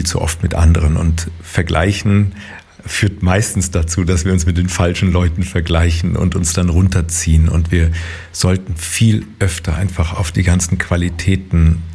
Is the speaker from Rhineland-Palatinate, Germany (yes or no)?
no; Hesse, Germany; accent: Hessian; Auf Hessisch so Topfgucker.